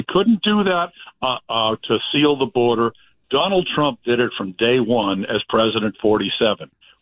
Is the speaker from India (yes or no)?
no; Massachusetts, United States; born there; now in Brockton, United States; my home state of Massachusetts